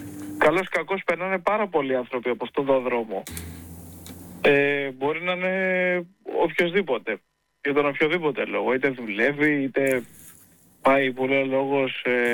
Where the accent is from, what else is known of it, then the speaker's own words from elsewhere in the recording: Rhodes, South Aegean, Greece; Το λέω ως Ροδίτης, κυρίως, έχει το ρεκόρ στα τροχιά.